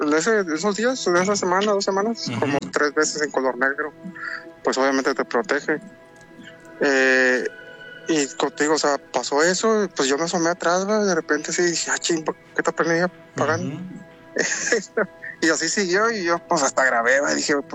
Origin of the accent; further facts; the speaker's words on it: Tamaulipas, Mexico; Ok, bueno, sí … de Tamaulipas.